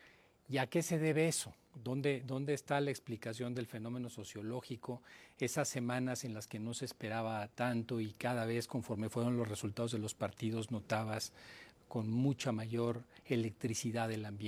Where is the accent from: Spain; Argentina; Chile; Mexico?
Mexico; Y nosotros, independientemente de lo que sea, somos mexicanos y eso lo tenemos muy claro.